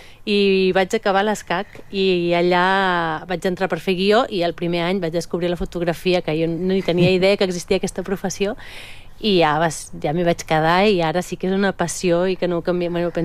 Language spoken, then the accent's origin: Catalan; Tona, Catalonia, Spain; also born or lived in Manlleu; És que també jo sóc de Manlleu, de Tona, i en aquella època sense internet i tal